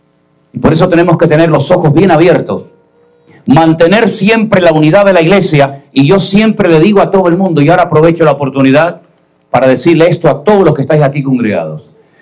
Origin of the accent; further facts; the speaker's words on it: Canary Islands, Spain; soy canario y vivo rodeado de agua